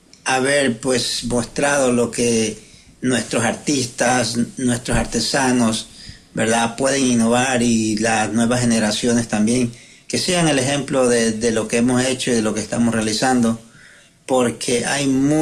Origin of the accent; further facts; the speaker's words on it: Ecuador; como ciudadanos ecuatorianos, como embajadores de nuestro país